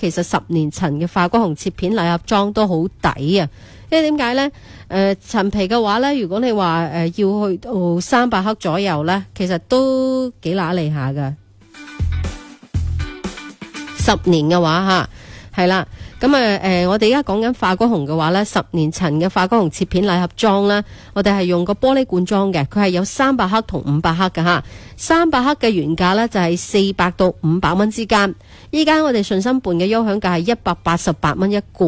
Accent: Guangdong, China; 嗰度嘅干燥天气呢就唔係我哋广东人能够短时间去适应到㗎。

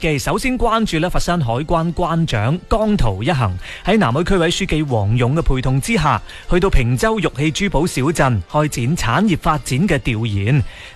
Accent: Guangdong, China; 我哋广东人

